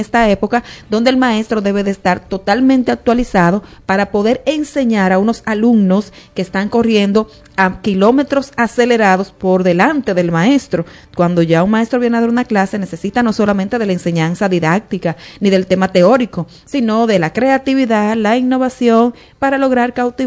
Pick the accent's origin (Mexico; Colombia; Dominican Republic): Dominican Republic; entre Cuba y nosotros como República Dominicana